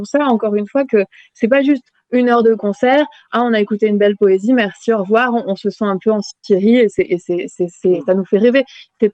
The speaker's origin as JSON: {"language": "French", "country": "France", "said": "par exemple, mon parcours en tant que Française, quand je chante en arabe sur ces modes que je ne connaissais pas encore il y a 10 ans"}